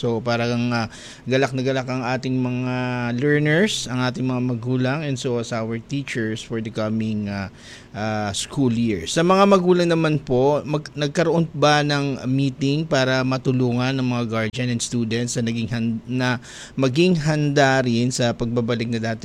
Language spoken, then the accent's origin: Tagalog; Calabarzon, Philippines; Actually, nagagalak din ako. Ako'y taga Cavite din.